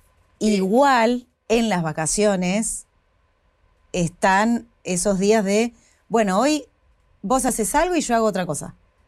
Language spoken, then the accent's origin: Spanish; Tandil, Buenos Aires Province, Argentina; moved away as an adult; Viví con tres amigas cuando tenía 25 y fue la única, de 22 a 20 y pico, que fue ni bien me vine de Tandil a vivir acá, con mi prima Vale también